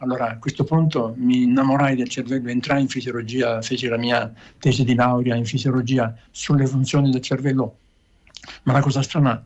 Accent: Sicily, Italy; born there; Dunque, io sono nato in Sicilia da un padre siciliano e mamma trentina, e molti anni fa, oramai.

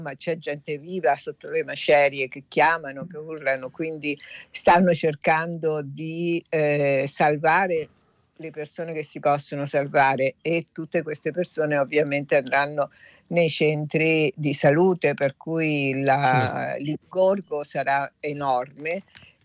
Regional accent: Venezuela; Come venezuelana

